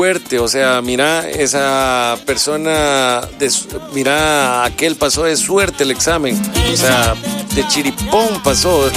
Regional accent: El Salvador; Todas esas frases o palabras que como salvadoreños debemos de saber su significado

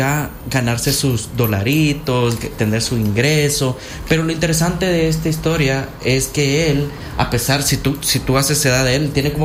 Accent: El Salvador; muchos salvadoreños nos ha tocado así, sufrir cosas bien difíciles. Por eso nos llaman guanacos, porque al final siempre salimos adelante

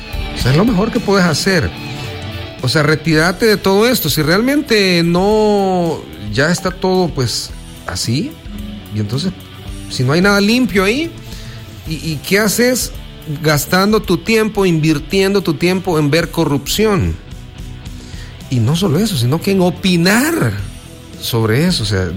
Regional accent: El Salvador; al final somos salvadoreños

